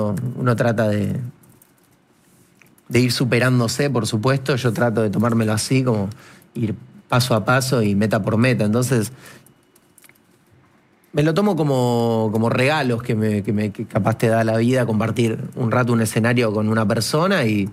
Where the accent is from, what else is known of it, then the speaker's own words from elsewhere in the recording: Buenos Aires, Argentina; soy acá. Nací acá y me crié acá y por el momento no me pienso ir.